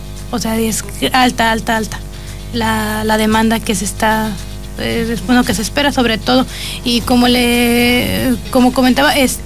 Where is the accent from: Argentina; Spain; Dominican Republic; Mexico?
Mexico; now in Chile; Yo soy mexicana